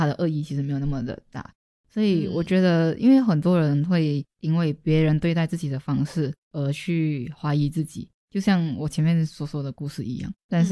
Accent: Malaysia; moved away as an adult; now in Taiwan; 就是在台湾，我在追逐着我的梦想。然后周围在台湾也有一些朋友，然后回到马来西亚的话，也有我的家人。

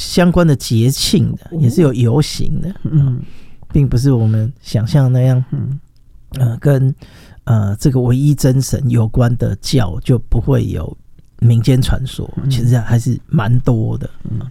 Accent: Taiwan

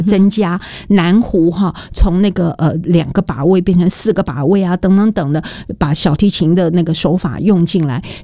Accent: Taiwan; born there; 像我是在台湾出生的

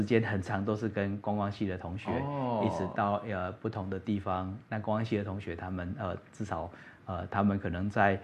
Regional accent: Yunlin County, Taiwan; moved away as an adult; 因为我是云林人，那我太太在台中出生，但是都在台北嘛，所以这个缘分在世新这边当同学。那我记得我们当然我是从云林上来

